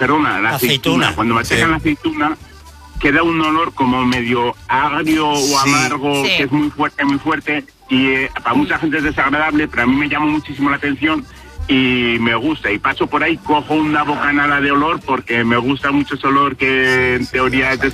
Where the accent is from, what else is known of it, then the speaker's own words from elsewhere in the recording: Pamplona, Navarre, Spain; yo soy de Pamplona, mi mujer es de Arjona, un pueblo estupendo de Jaén